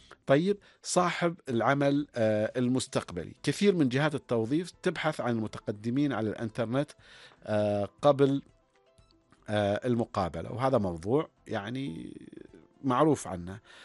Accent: Oman; أنا شخص عماني

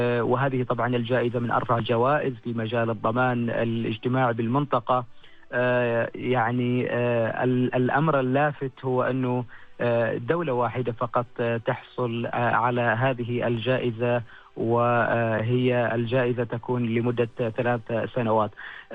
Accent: Oman; مشاعر أنت تستشعرها كعماني وأنت خارج حدود الوطن.

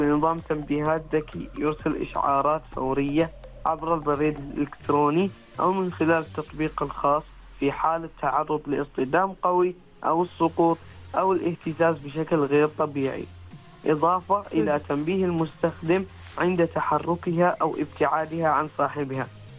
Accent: Oman; وأن أمثل بلدي عمان خير تمثيل.

